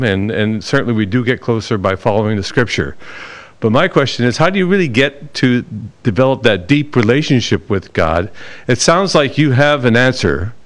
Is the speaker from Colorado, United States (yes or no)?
yes; Colorado Springs, Colorado, United States; Well, I'm from Colorado Springs, Colorado.